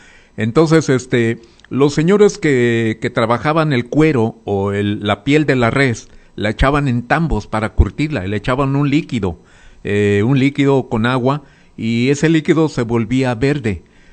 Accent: Santiago Ixcuintla, Nayarit, Mexico; born there; also born or lived in Miami / Chicago / San Francisco / Los Angeles; now in Tepic, Mexico; he hecho también aquí en Tepic, que es mi segunda casa. Soy tepqueño de adopción, soy adoptivo. Pero mi ombligo lo tengo ahí en Santiago, orgullosamente. Trabajé en Estados Unidos y donde quiera que anduve, cuando estuve en Miami, estuve en Chicago, en San Francisco, viví en Los Ángeles, y en varias partes viví.

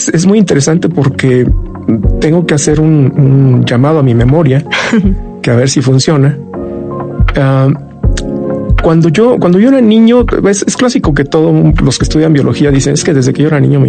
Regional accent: Querétaro, Mexico; moved away as an adult; now in Mexico City, Mexico; decidí salir de Querétaro, mi ciudad natal, me vine a la Ciudad de México.

